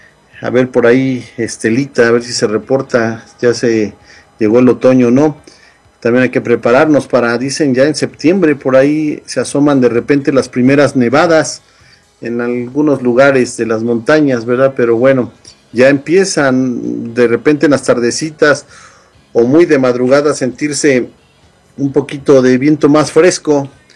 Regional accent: Mexico; now in United States; para nosotros que somos mexicanos

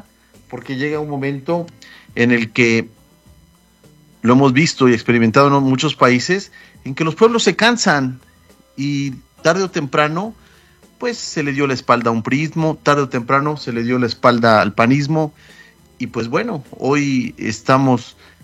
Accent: Mexico; nosotros como mexicanos

